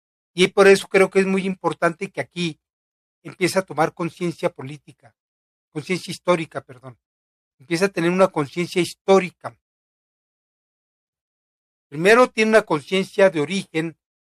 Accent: Mexico; Y yo creo que esto es lo que nos caracteriza a muchos mexicanos. Tenemos mucho orgullo, tenemos una gran conciencia de dónde veni

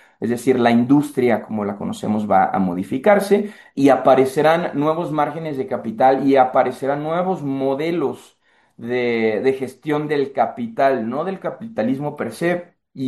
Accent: Mexico; aún siendo mexicanos

